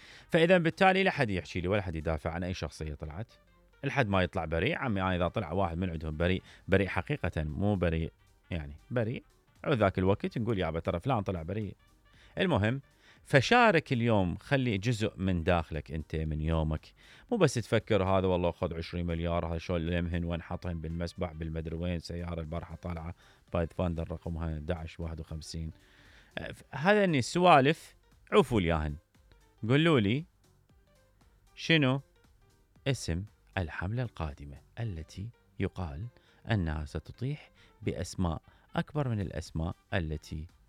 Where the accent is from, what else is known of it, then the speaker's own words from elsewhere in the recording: Iraq; كنا كعراقيين.